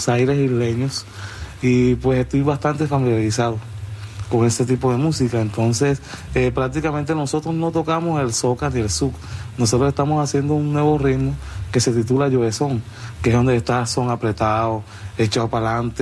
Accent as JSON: {"language": "Spanish", "town": "Cartagena", "region": "Bolívar", "country": "Colombia", "said": "Yo soy de Cartagena. Y Cartagena pues está situada en un sitio privilegiado."}